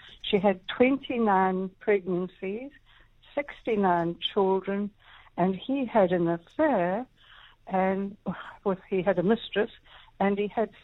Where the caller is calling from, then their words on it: Hermanus, Western Cape, South Africa; I'm speaking from Hermanus.